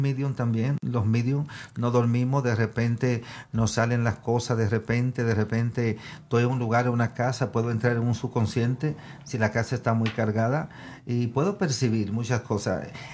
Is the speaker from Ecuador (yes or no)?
no; Netherlands; also born or lived in Dominican Republic; Pero yo solamente nací allá, crecí en Holanda, porque me llevaron muy chico a Europa. Y allá hice mi high school, el Mabo, que le dicen en holandés.